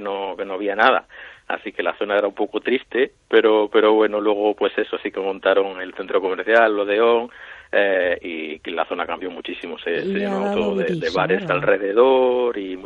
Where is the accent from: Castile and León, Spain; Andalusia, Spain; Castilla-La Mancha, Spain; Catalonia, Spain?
Castile and León, Spain; Ponferrada; also born or lived in Ferrol / Narón; Mis padres somos todos gallegos, pero bueno, mis padres querían que naciera allí y eso fue la decisión que tomaron. Pero bueno, yo estuve viviendo en Ponferrada hasta los 16 años, en los que nos mudamos de vuelta para Narón